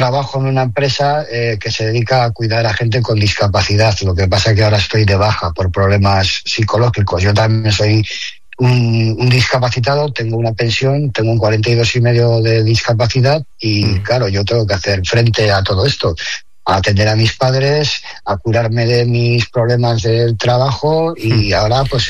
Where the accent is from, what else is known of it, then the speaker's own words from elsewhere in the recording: Erandio, Basque Country, Spain; also born or lived in Algorta; yo en este caso llevo aquí viviendo 8 años, pero soy del municipio de Erandio, nací en Algorta, pero me he criado toda la vida entre Astrabuda y Erandio